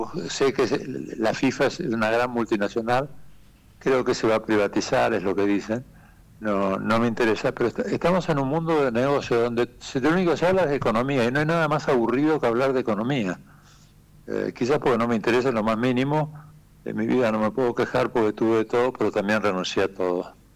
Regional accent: Argentina; mi país, Argentina. Hablo de Argentina, pues un país que amo, quiero y me he quedado acá por eso mismo, por amor.

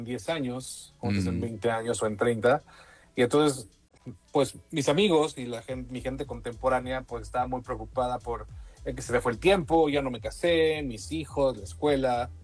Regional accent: Veracruz, Mexico; Los latidos de infancia, vivir cerca del mar, porque soy de Veracruz

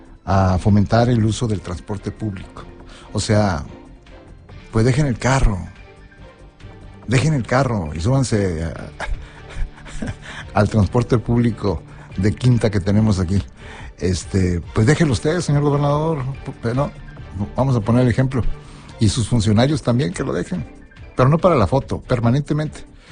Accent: Mexico; así somos los mexicanos. Prácticos somos los mexicanos.

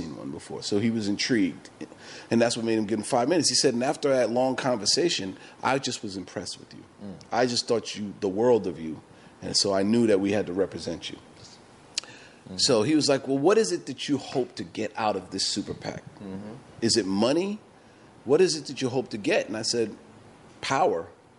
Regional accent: New York City, New York, United States; I'm born and raised in New York City.

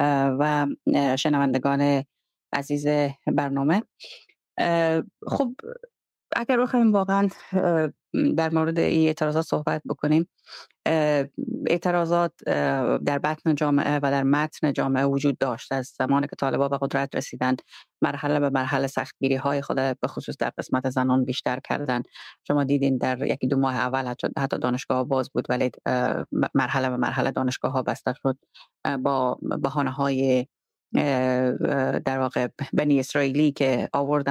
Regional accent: Herat, Afghanistan; moved away; ما خودم چون بزرگ شده هرات هستم، در هرات همونجا 20 سال حداقل کار کردیم، زندگی کردیم،

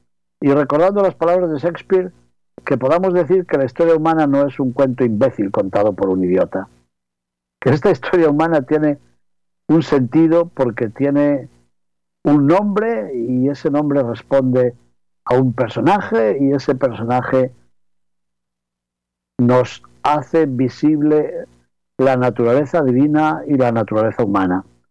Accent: León, Castile and León, Spain; en la hermosa catedral de mi ciudad natal, de León

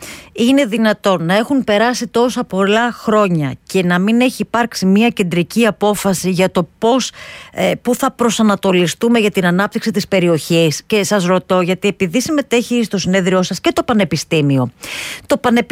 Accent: Western Greece, Greece; να σας πω ότι κατά το ίμιση είμαι από την Αχαΐα.

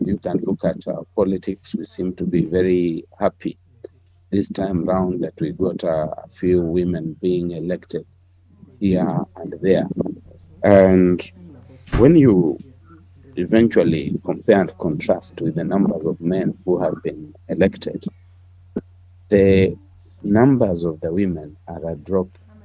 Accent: Kenya; as a Kenyan people, we are increasingly becoming violent.

